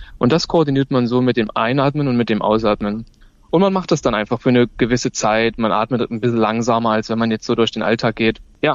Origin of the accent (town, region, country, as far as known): Erfurt, Thuringia, Germany